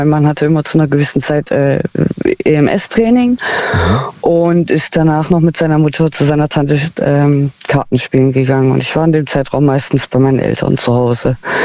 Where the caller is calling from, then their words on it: Heilbronn, Baden-Württemberg, Germany; Aus Heilbronn.